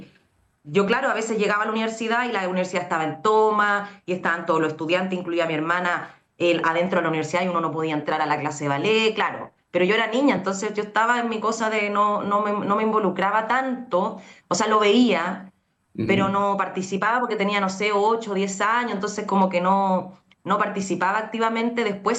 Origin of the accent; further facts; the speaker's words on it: Chile; moved away; yo me fui de Chile siendo como la más destacada de mi generación, una de las más destacadas, y cuando llego a Cuba era la peor de todas, porque el nivel de Cuba con respecto a Chile en el ballet es una cosa pero abismal.